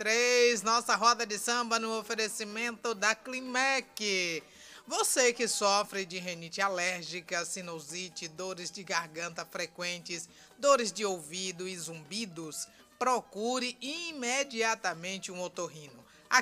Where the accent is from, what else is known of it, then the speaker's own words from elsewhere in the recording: Northeast Region, Brazil; nós somos nordestinos arretados, né?